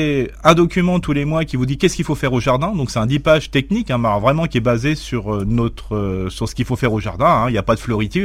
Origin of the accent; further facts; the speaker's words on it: Grand Est, France; tout le monde on est généreux, on est alsacien comme je dis toujours.